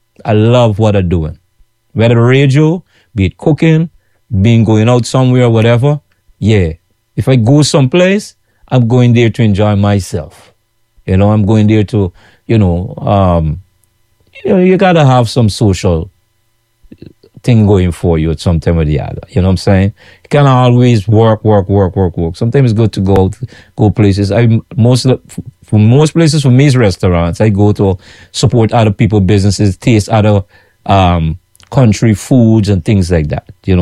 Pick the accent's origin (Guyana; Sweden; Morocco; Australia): Guyana; Georgetown; now in New York, United States